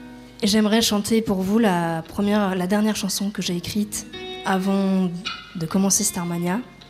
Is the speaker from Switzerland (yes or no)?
no; Pays de la Loire, France; now in Paris, France; je viens d'un petit village du Maine-et-Loire.